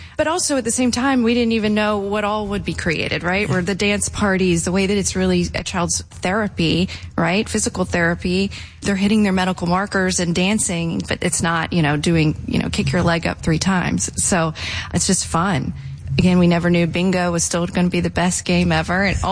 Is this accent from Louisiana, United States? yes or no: no; Atlanta, Georgia, United States; Well, we are from the ATL. We were born and raised in Atlanta.